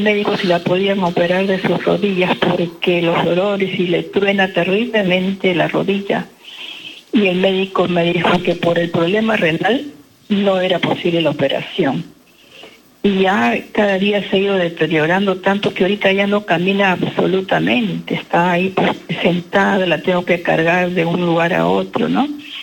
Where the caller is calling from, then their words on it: Lima, Peru; llamo desde San Martín de Porres.